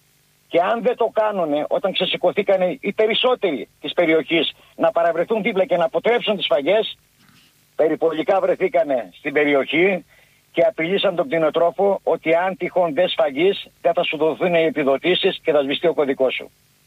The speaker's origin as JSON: {"language": "Greek", "town": "Skalochori", "region": "North Aegean", "country": "Greece", "said": "εδώ στο νησί μου κινητούς καυστήρες? Πώς το κάνετε αυτό? Φανταστείτε, κατάγομαι από ένα χωριό που λέγεται Σκαλοχώρη."}